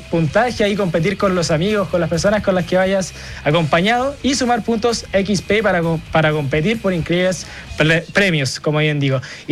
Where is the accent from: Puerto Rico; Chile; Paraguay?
Chile; Temuco, Araucanía; now in Santiago, Chile; Yo soy de Temuco, en Temuco allá debe estar lluvia torrencial.